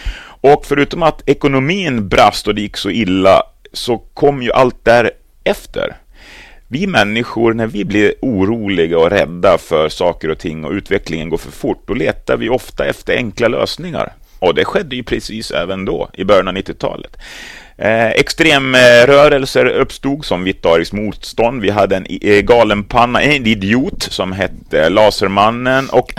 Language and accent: Swedish; Avesta, Dalarna County, Sweden; lilla bruksorten Avesta, stålstaden där jag växte upp